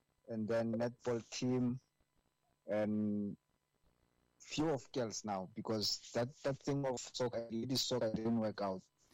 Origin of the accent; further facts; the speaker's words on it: Polokwane, Limpopo, South Africa; coach and founder of Young Pleasant Football Club. Mm-hmm. I come from Polokwane, but outside town, Hamalepo Arampiri.